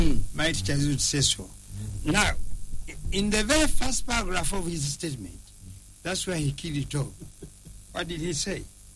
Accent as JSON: {"language": "English", "area": "Ntungamo district", "region": "Western Region", "country": "Uganda", "tie": "born there", "said": "I was born in Intungamu district. That's where I was born."}